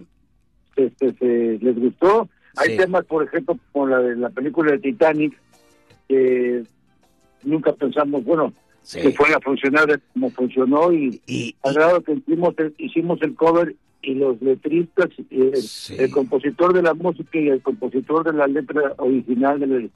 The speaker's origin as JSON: {"language": "Spanish", "town": "Poza Rica", "region": "Veracruz", "country": "Mexico", "moved": "yes", "said": "Yo soy de Poza Rica, Veracruz."}